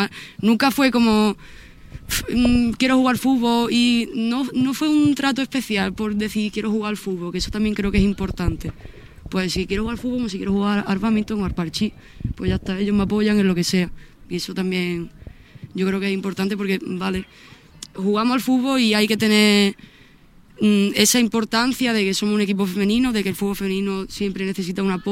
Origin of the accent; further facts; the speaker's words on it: Cádiz, Andalusia, Spain; yo soy de Cádiz capital